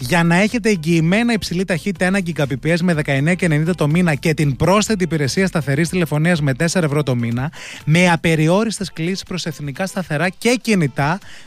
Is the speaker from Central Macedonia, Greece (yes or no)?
yes; Thessaloniki, Central Macedonia, Greece; Που είμαι και από Θεσσαλονίκη.